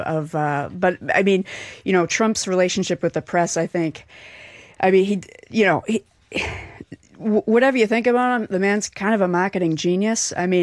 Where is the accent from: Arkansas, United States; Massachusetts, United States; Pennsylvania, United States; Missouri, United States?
Massachusetts, United States; Dorchester; I grew up in Fields Corner, that's like St. Ambrose Parish in Dorchester